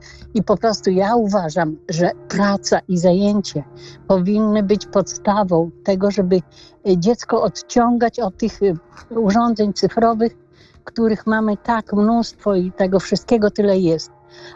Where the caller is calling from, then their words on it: Łomża, Podlaskie Voivodeship, Poland